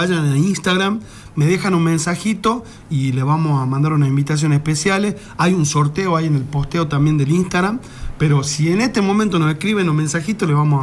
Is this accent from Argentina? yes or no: yes; Argentina; el problema que tenemos como argentinos